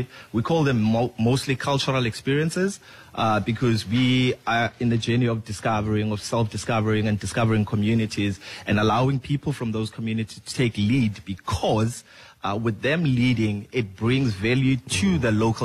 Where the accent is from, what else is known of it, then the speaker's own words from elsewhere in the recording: Cape Town, Western Cape, South Africa; I'm from Khayelitsha.